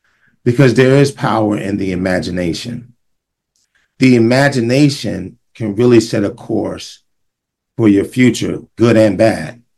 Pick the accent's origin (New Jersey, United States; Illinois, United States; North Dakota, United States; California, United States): New Jersey, United States; Montclair; As I said, I'm from Montclair, New Jersey.